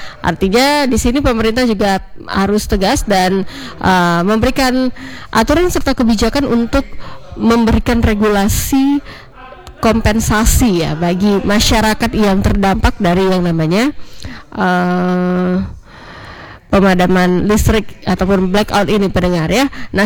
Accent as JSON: {"language": "Indonesian", "region": "North Sumatra", "country": "Indonesia", "said": "untuk kita warga Sumatera Utara"}